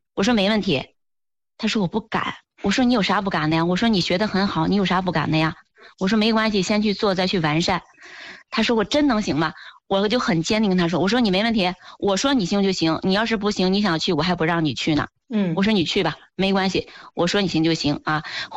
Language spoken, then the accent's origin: Chinese; Hebei, China; moved away as an adult; now in Beijing, China; 首先咱们河北扶嫂的品牌优势我觉着还是真是在全国来讲能够首屈一指的